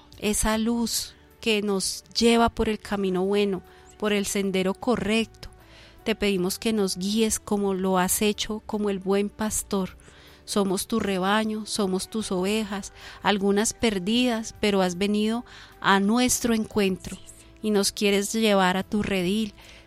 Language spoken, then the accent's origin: Spanish; Colombia